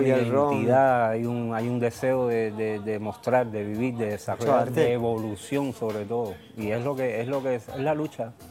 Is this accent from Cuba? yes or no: yes; Cuba; born there; moved away; que podamos entrar o que pueda entrar nuevamente como ciudadano cubano a mi país donde nací